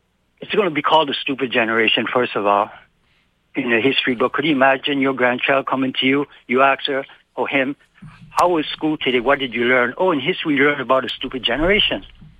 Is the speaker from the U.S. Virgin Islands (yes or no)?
yes; St. Thomas, U.S. Virgin Islands; also born or lived in United States; Yeah, born and raised.